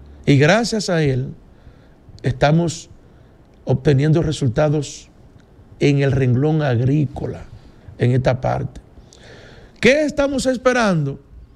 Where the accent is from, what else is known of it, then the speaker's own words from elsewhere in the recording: Dominican Republic; a mi provincia, a mi región fronteriza de Bauruco Independencia